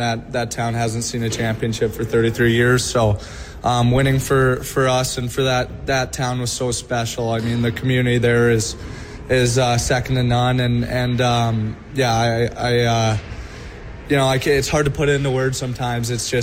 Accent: Saskatoon, Saskatchewan, Canada; Yeah, I grew up in Saskatoon. I played minor hockey there

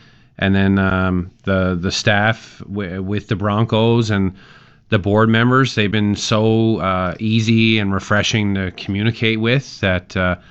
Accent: Newfoundland and Labrador, Canada; also born or lived in Saint John, New Brunswick; now in Saskatchewan, Canada; Like, I'm originally from Newfoundland, so a lot of us from Newfoundland are kind of seafood snobs

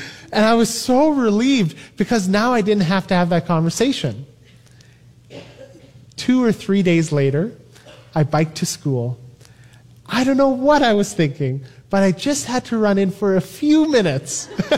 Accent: Toronto, Ontario, Canada; It was grade 12 and I grew up in Toronto, in a neighborhood that I would say is not the safest, and yet, you know, it was fine for me.

